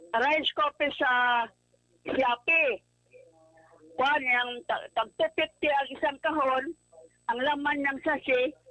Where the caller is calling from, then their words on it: General Santos, Soccsksargen, Philippines; Taga Jensan.